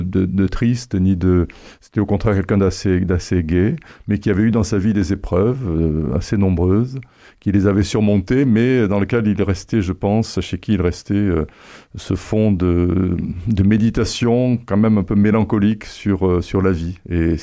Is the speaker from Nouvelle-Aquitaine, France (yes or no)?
yes; Guéret, Nouvelle-Aquitaine, France; était donc dans le bureau de mon père à Talence, dans la banlieue de Bordelaise, après avoir été dans mon enfance à Guéret, donc dans l'appartement que mes parents occupaient